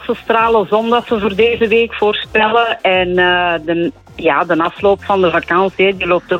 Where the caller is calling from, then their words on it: Antwerp, Flanders, Belgium; uit Antwerpen.